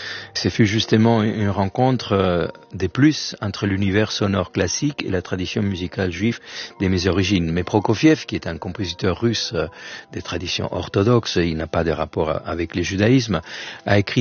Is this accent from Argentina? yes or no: yes; Argentina; moved away; J'ai quitté l'Argentine pour faire que de la musique classique